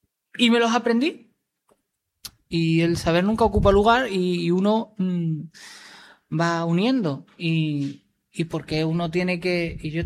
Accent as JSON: {"language": "Spanish", "region": "Galicia", "country": "Spain", "said": "que no es más que yo soy gallego porque me considero mucha honra"}